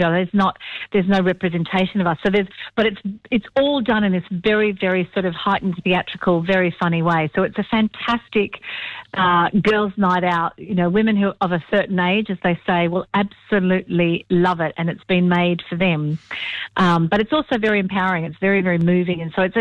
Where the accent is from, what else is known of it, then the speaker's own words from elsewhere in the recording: Canberra, Australian Capital Territory, Australia; I grew up in Canberra and I still remember your jingle from when I used to listen to you when I was a kid.